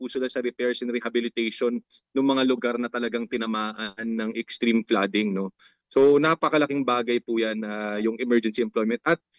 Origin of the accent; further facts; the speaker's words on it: Echague, Cagayan Valley, Philippines; inaantay na po namin yung tag-ulan sa probinsya namin sa Isabela.